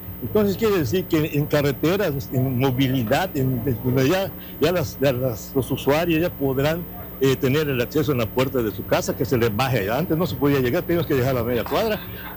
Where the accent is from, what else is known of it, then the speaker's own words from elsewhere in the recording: Cozumel, Quintana Roo, Mexico; porque nosotros somos parte de Cozumel